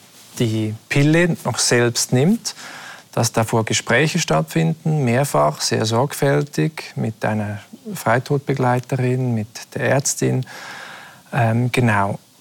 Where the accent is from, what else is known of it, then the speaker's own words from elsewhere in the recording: Switzerland; Bei uns in der Schweiz ist es ja auch verboten, aber was bei uns im Gegensatz zu Deutschland erlaubt ist, ist der assistierte Suizid